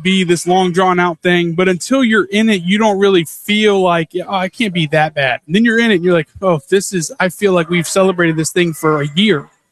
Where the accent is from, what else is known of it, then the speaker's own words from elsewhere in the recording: Orlando, Florida, United States; Growing up in Orlando and having UCF right there in your back door, and how big it was back home